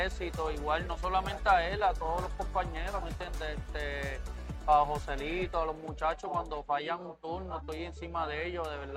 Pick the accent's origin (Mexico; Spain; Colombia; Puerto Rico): Puerto Rico; San Juan; De verdad que yo no soy de allí, yo soy de San Juan, residencia de Puerta de Tierra.